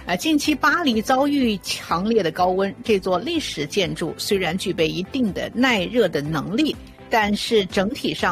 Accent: China

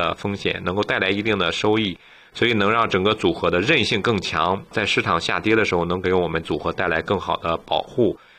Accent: Canada; 这个 CPP 我们都知道啊，是我们加拿大人的这个养老金。

